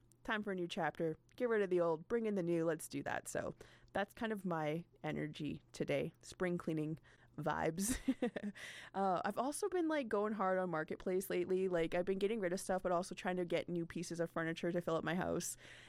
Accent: Prince George, British Columbia, Canada; like I born and raised in Prince George

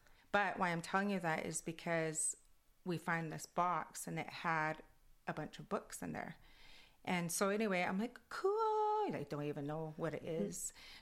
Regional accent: British Columbia, Canada; accent: Kwakwala; first language Kwakwala; English is a second language; And so my accent from Kwakwala goes into English.

